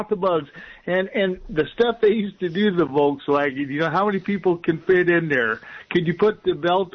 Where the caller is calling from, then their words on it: Tulare, California, United States; I'm here in Tulare.